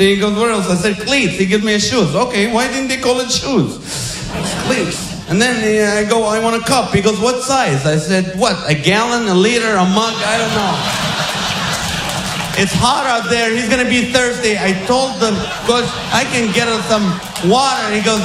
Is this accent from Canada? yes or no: no; Kuwait; now in United States; I grew up in Kuwait. We played soccer. Nobody knew what baseball is.